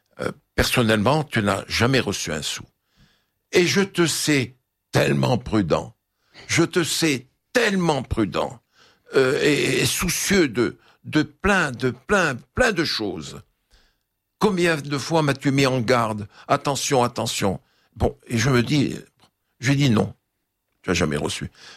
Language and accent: French; Lebanon; Je suis Libanais. Je connais cet homme.